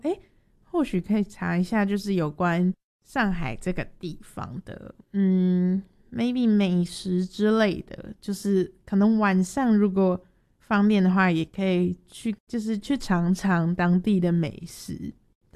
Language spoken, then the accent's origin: Chinese; Taiwan; 司机得知我们是从台湾来的